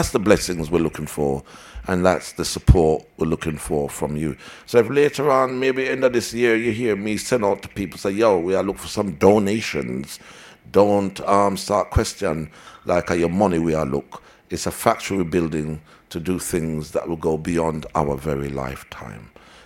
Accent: Jamaica; I'm Jamaican.

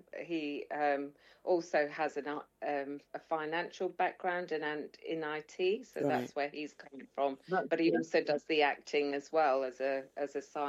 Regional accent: Leicester, East Midlands, United Kingdom; moved away as an adult; I was born and raised in Leicester. So I come from the Midlands, actually. And I came to university in London when I was about 18, all those years ago.

